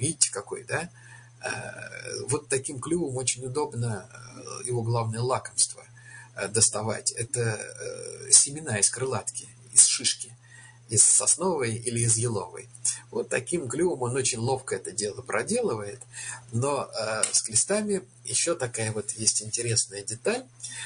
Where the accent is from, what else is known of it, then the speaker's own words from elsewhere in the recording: Moscow, Russia; Я помню, на Арбате, я там вырос, на Арбате, в арбатских переулках.